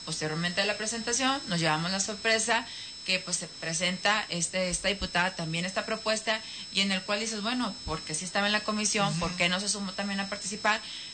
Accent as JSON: {"language": "Spanish", "region": "Baja California", "country": "Mexico", "said": "venimos del Valle de Mexicali"}